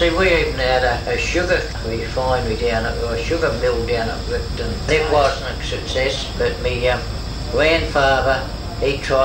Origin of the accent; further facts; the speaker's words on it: New South Wales, Australia; down to 30 William Street, where I stayed the rest of my life. I've never got out of William Street. I was born in Killarney Private Hospital, and that's 20 William Street.